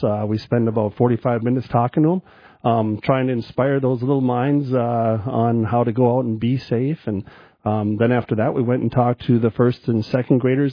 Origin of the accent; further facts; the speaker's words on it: Arthur, North Dakota, United States; I'm from Arthur.